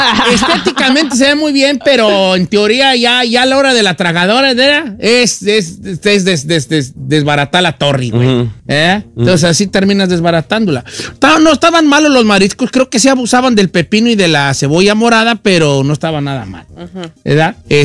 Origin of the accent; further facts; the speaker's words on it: Michoacán, Mexico; Yo soy de Michoacán.